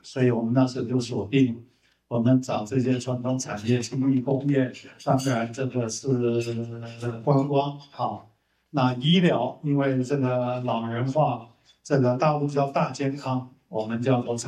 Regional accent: Taiwan; 我们台湾人

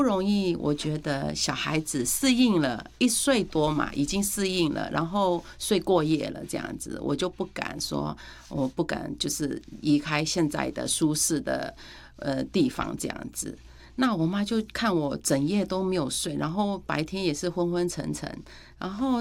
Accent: Myanmar; now in Taiwan; 我一直都是说我是缅甸人。

